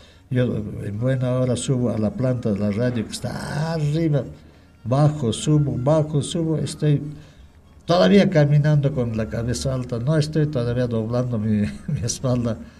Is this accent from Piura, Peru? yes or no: no; Acomayo, Cusco, Peru; moved away; Ahí está mi tierra, mi santa tierra, mi Acomay.